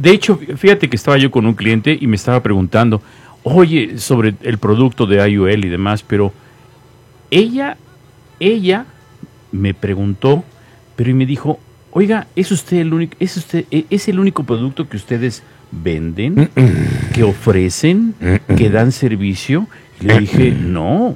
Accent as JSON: {"language": "Spanish", "country": "Mexico", "said": "yo lo veo, yo soy mexicano, y comparo y veo y digo, híjole, de veras que estamos bien todavía."}